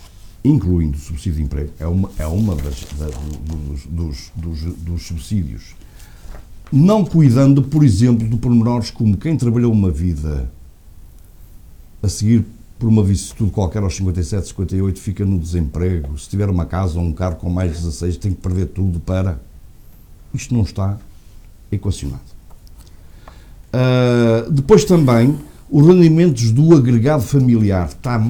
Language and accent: Portuguese; Portugal; Em Fardelos, na minha terra, dizia-se, quem cabritos vende e cabras não tem, de algum lado lhe vem.